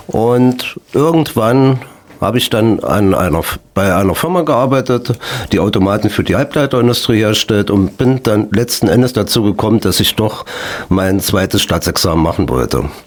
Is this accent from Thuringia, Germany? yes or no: yes; Mühlhausen, Thuringia, Germany; born there; Ich komme aus Mühlhausen. Ja, ich habe sehr lange in Eschwege gearbeitet